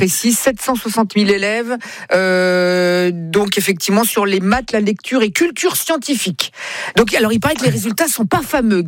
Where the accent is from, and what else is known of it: Italy